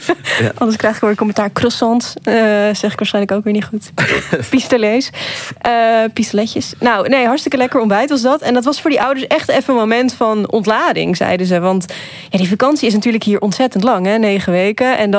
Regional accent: Netherlands; Maar ja, dat is voor mij als Nederlander toch alweer iets bijzonders. Want zo'n collectief moment op 1 september, dat kennen wij niet in Nederland.

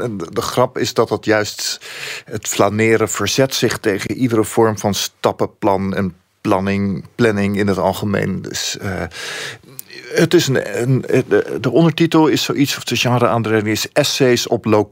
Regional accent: Leiden, South Holland, Netherlands; Ik groeide op in Leiden... En in een gezin waar alles heel strak geregeld was.

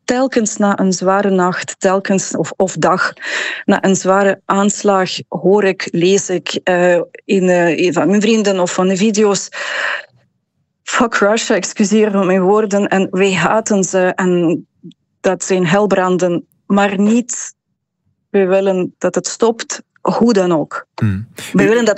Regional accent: Ukraine; Dutch is a second language; now in Belgium; en ik ben zelf een Oekraïense, inderdaad, ben al lang hier, maar met mijn vrienden daar

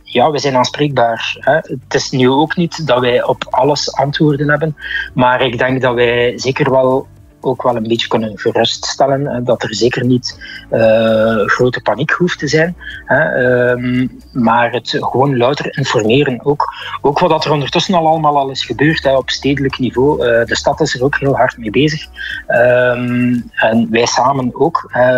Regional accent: Ronse, East Flanders, Belgium; Ik ben een Ronsenaar, maar ik ben ook slachtoffer van redelijk wat PFAS in het lichaam.

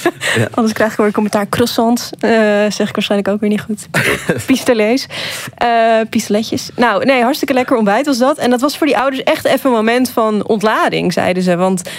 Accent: Netherlands; now in Belgium; dat is voor mij als Nederlander toch alweer iets bijzonders. Want zo'n collectief moment op 1 september, dat kennen wij niet in Nederland.

